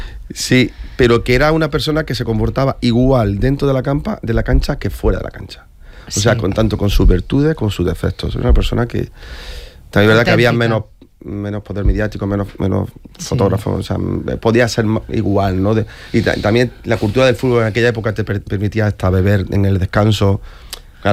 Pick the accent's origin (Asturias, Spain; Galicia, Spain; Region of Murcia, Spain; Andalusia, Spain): Andalusia, Spain; Córdoba; moved away; yo soy de Córdoba, natural de Córdoba, aunque llevo aquí más de 20 años viviendo